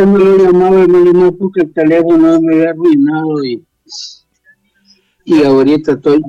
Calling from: Batán, Limón, Costa Rica; De aquí de Batán

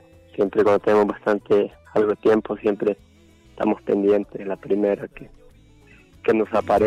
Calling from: Olancho, Honduras; aquí en Oriente Ciales de Olancho.

